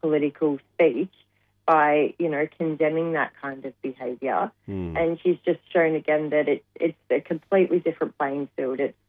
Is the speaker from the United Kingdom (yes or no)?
no; Australia